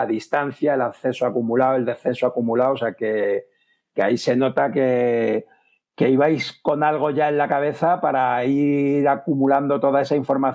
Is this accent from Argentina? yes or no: no; Extremadura, Spain; hablo ya como extremeño